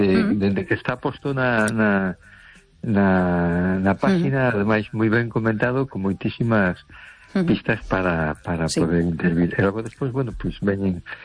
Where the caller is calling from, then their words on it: A Coruña, Galicia, Spain; de Coruña.